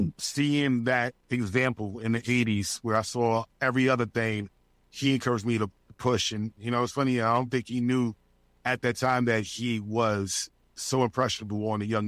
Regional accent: New York City, New York, United States; growing up in Harlem on Bradhurst, literally on my block was Charles Pan Fried Chicken.

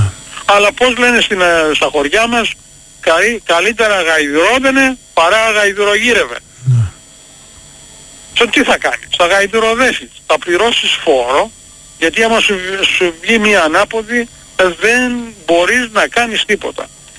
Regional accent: Greece; moved away as an adult; now in United States; Μεγάλωσα στην Ελλάδα και έφυγα στα 25 μου.

